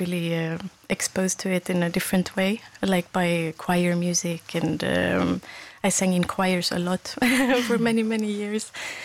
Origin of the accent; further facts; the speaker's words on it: northern Sweden, Sweden; So I grew up in Sweden, where I'm born in Sweden.